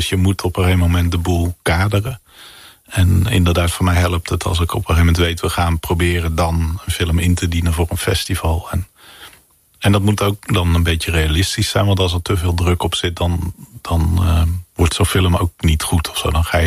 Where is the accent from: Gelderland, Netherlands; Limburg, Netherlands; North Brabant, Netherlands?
North Brabant, Netherlands